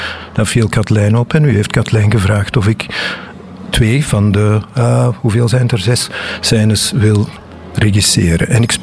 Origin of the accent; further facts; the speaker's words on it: Antwerp, Flanders, Belgium; Nee, ik weet heel weinig van de zeeën van Oostende. Ik ben echt van Antwerpen, ja.